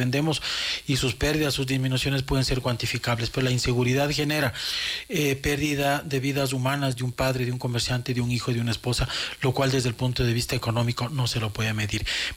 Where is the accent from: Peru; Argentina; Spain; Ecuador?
Ecuador; la valoración que tenemos como ecuatorianos del café